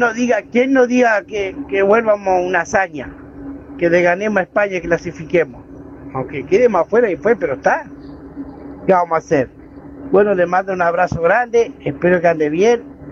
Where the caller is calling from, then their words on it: Uruguay; los charrúas somos charrúas y vamos para adelante.